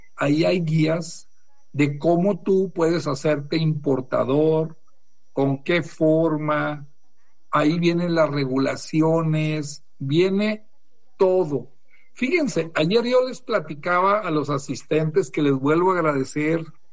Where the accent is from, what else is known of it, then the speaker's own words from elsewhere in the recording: Torreón, Coahuila, Mexico; accent: norteño; moved away; como decimos ahí en el norte, acuérdense que soy de Torreón. Me cayó re bien que todos hablaban igual que yo, muy norteño, porque yo acá no me se ríen a veces mi tono norteño que tengo